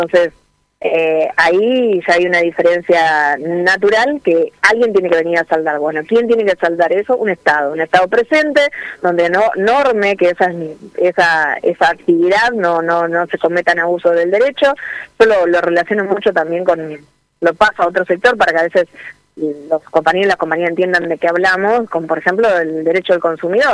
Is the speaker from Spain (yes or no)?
no; Argentina; soy argentina